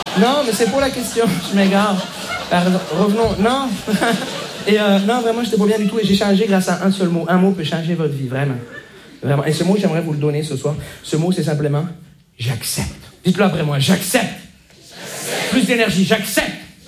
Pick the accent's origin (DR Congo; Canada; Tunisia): Canada; Montreal, Quebec; Bonjour, je me présente … je viens de Montréal.